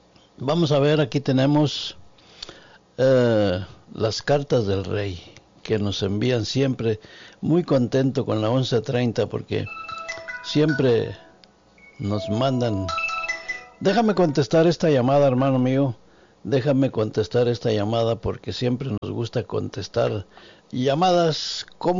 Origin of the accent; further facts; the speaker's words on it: Matehuala, San Luis Potosí, Mexico; moved away; A ustedes que nos escuchan allá en San Luis Potosí, Matehuala y la región de Norias del Conde. Mi pueblo querido, hermano.